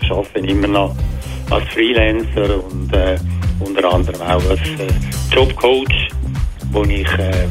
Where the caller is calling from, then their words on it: Bülach, Zurich, Switzerland; Aus Bülach. Und ja, ich bin an sich ein, wäre ich vom Alter her pensioniert